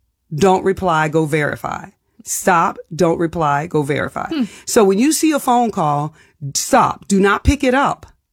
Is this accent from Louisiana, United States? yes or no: yes; New Orleans, Louisiana, United States; Well, I grew up in New Orleans. You didn't answer the door.